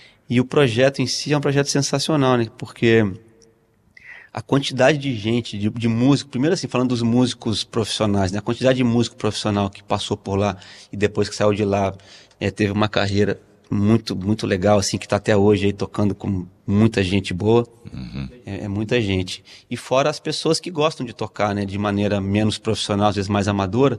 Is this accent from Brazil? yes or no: yes; Franca, São Paulo, Brazil; moved away as an adult; now in Ouro Preto, Brazil; eu sou natural da cidade de Franca, no interior de São Paulo, mas eu acabei indo para lá.